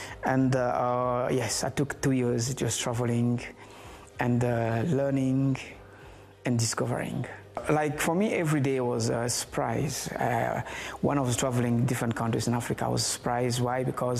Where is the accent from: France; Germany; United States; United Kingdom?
Germany; And even the place I grew up in Germany, Germany is a place you find many nationality.